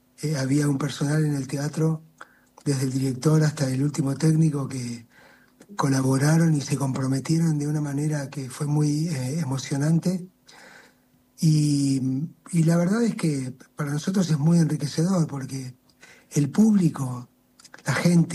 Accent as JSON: {"language": "Spanish", "country": "Argentina"}